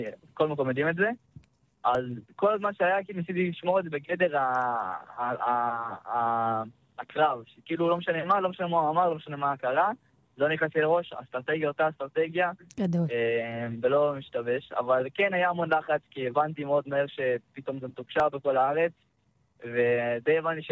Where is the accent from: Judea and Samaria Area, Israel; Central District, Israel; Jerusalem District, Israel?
Judea and Samaria Area, Israel; Shilo; גדלנו ביישוב שילה, בשומרון. אני ועוד שתי אחים.